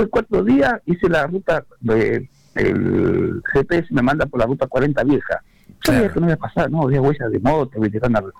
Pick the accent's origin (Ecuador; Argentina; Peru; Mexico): Argentina